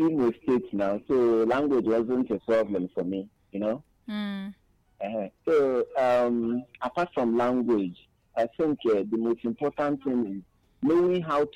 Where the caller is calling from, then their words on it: Abakaliki, Ebonyi, Nigeria; I'm reaching you from Abakaliki.